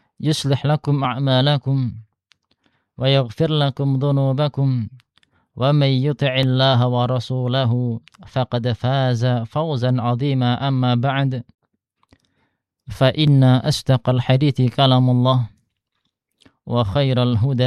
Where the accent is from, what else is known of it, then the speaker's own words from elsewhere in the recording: Sragen, Central Java, Indonesia; also born or lived in Jember; now in Perawang, Indonesia; Kalau ana aslinya dari Sragen.